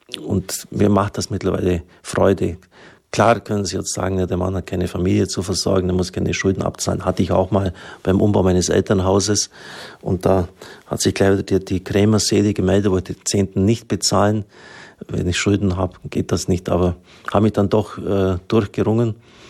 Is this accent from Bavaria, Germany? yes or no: no; Baden-Württemberg, Germany; Ich bin ein Schwabe. Ich bin ein Schwabe.